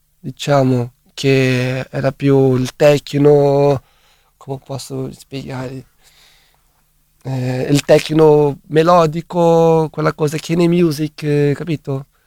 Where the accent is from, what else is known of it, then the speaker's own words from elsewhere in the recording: Brazil; Italian is a second language; moved away; Io sono brasiliano